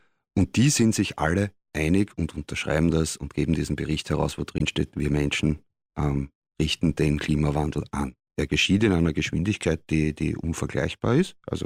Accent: Wiener Neustadt, Lower Austria, Austria; ich bin geboren Mitte der 80er, schon wesentlich verändert haben. Auch die Badeseen meiner Jugend, ich komme aus Wiener Neustadt

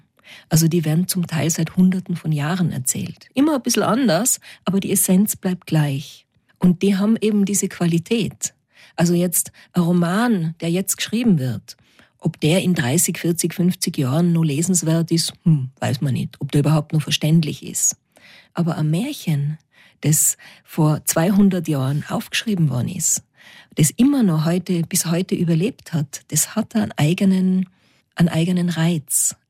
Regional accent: Innsbruck, Tyrol, Austria; accent: Tirolerisch; Und dann natürlich Tirolerisch, klar, ich bin in Innsbruck aufgewachsen. Also kein wilder Dialekt, aber doch Mundart.

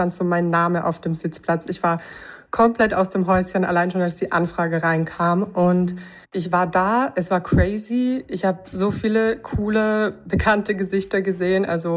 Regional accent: Vienna, Austria

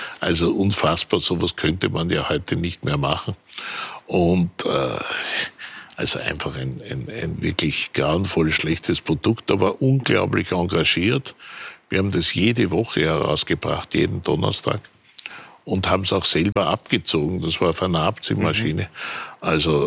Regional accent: Salzburg, Austria; also born or lived in Vienna; Ich war ja Salzburger

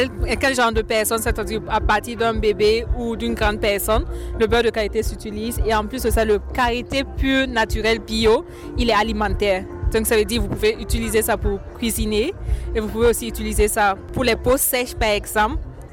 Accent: Burkina Faso; now in Klagenfurt, Austria; Je viens du Burkina, originaire du Burkina, et je vis à Klagenfurt.

